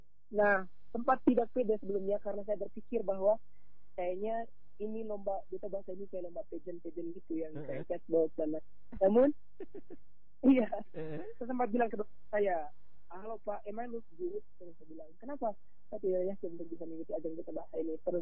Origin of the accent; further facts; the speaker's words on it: Manggarai, East Nusa Tenggara, Indonesia; Saya dikatakan orang Manggarai ketika saya bisa berbahasa Manggarai.